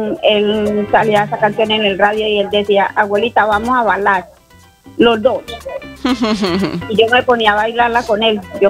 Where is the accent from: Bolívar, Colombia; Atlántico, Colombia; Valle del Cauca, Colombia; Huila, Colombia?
Huila, Colombia; Rivera; accent: Opita; Me siento muy orgullosa de ser huilense y haber nacido en una vereda. El día de hoy es tan apetecida por todos como es la vereda de La Ulloa, municipio de Rivera. Y que uno va a otras ciudades y lo oyen hablar, lo escuchan hablar a uno y le dicen, ¡ay, usted es Opita!